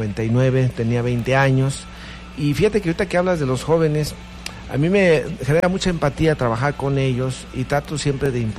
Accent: Paracho, Michoacán, Mexico; Sí, rápidamente, pues, yo soy originario del municipio de Paracho, actualmente tengo 47 años de edad.

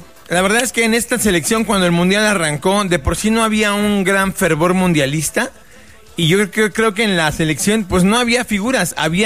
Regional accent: Mexico

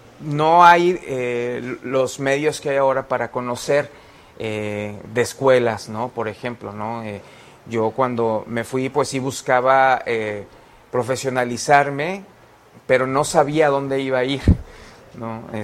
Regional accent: Tepic, Nayarit, Mexico; moved away as an adult; also born or lived in Mexico City; Y ya después en 2014 me trasladé aquí a mi tierra, pues a Tepic

